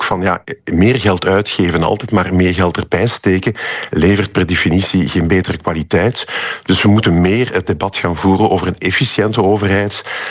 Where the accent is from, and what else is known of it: Belgium